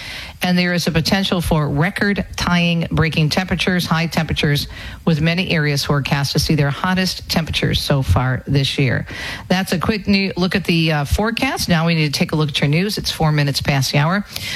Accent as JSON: {"language": "English", "region": "Michigan", "country": "United States", "tie": "born there", "said": "in my home state, for Catholics here in Michigan"}